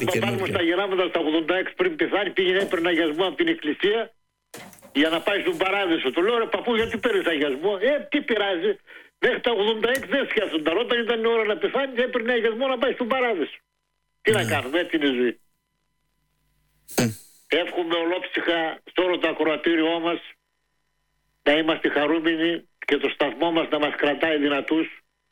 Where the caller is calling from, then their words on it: Drama, Eastern Macedonia and Thrace, Greece; η πατρίδα μου Μανώλη και εδώ η Δράμα μας